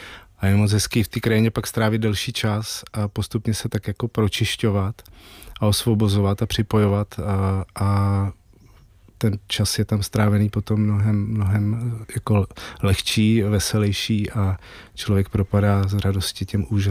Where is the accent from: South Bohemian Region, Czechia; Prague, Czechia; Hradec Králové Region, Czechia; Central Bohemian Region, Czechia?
Hradec Králové Region, Czechia; Hradec Králové; moved away as an adult; also born or lived in Orlické hory; Já jsem žil do 25 nebo do 20 let v Hradci Králové, strávil jsem dětství v Orlických horách, kde jsme měli chalupu